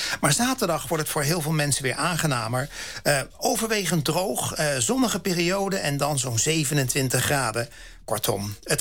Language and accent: Dutch; Voorburg, South Holland, Netherlands; ik kom officieel uit Voorburg, ja. Oorspronkelijk, hè? Oh, lange tijd. En daar ben ik opgegroeid